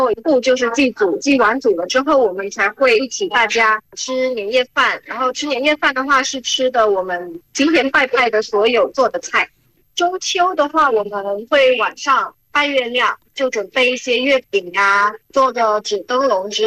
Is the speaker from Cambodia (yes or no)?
yes; Cambodia; 虽然说我从小就在柬埔寨出生，但是呢，我的家庭还是有华人血统的。